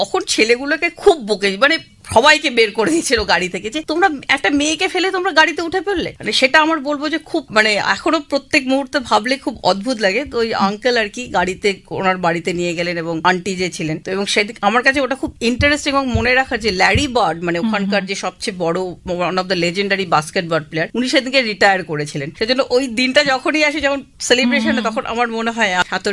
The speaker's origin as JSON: {"language": "Bangla", "country": "India", "moved": "as an adult"}